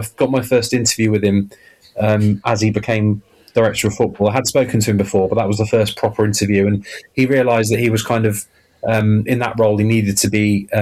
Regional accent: Cheltenham, South West England, United Kingdom; born and bred in Cheltenham and grew up as a Cheltenham Town fan

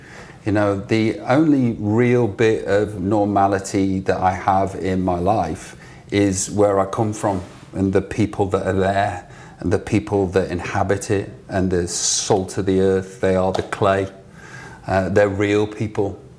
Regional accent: Stoke-on-Trent, West Midlands, United Kingdom; moved away; as a Stokey. Every room that I walk into, I'm from Staffordshire

